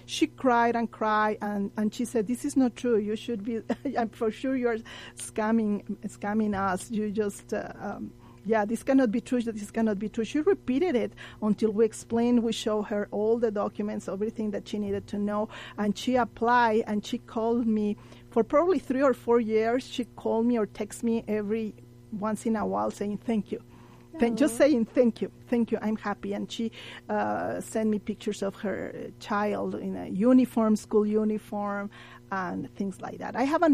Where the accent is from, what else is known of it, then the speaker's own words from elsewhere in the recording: El Paso, Texas, United States; Since I am from El Paso